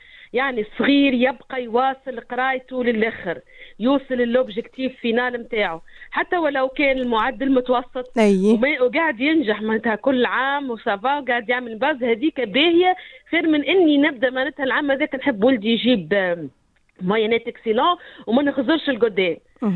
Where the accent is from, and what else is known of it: Tunisia